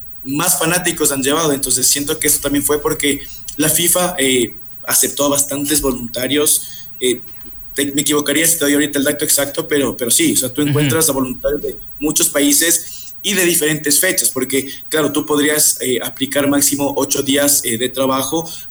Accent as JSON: {"language": "Spanish", "country": "Ecuador", "said": "me da mucho orgullo ser ecuatoriano"}